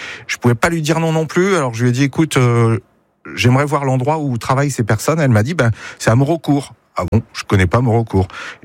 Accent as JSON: {"language": "French", "region": "Pays de la Loire", "country": "France", "tie": "born or raised there", "moved": "yes", "said": "Je suis originaire des Pays de la Loire"}